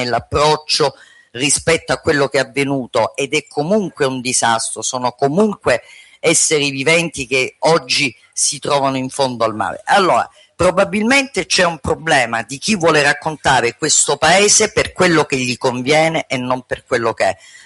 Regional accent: Calabria, Italy; e siamo stati, dico siamo da calabrese, stati sulla stampa ogni santo giorno

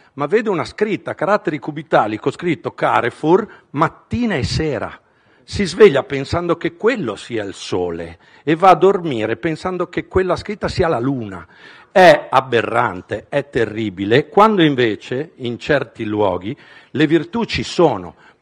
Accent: Genoa, Liguria, Italy; moved away; io sono di Genova. Genova è considerata una grande città, erroneamente, è la più provinciale delle città del nord, è un paesone che vive lo spopolamento

